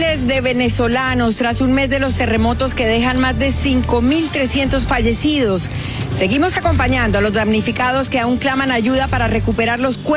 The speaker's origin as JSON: {"language": "Spanish", "town": "Santa Marta", "region": "Magdalena", "country": "Colombia", "moved": "yes", "lives_now": "Bogotá, Colombia", "said": "encontrémonos en Santa Marta"}